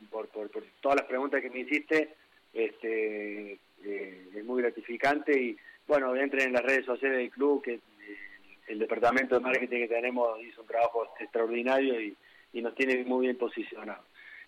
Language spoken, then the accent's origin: Spanish; Argentina; now in Ecuador; terminé más embroncado ese día que si hubiese perdido Argentina, porque ya hace 24 años estoy acá, Pedro, y me siento un ecuatoriano más.